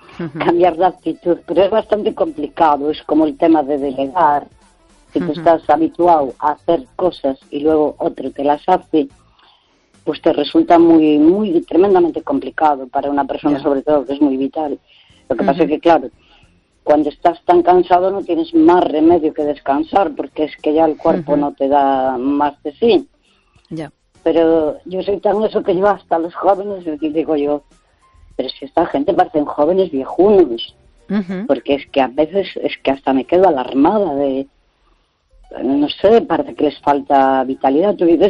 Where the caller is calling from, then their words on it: Santiago, Spain; de Santiago, bien, gracias.